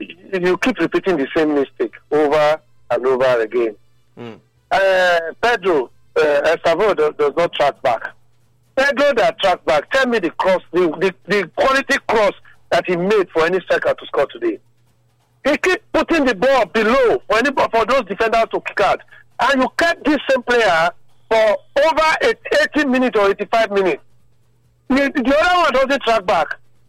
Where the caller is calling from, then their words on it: Benin; I'm calling from Benin.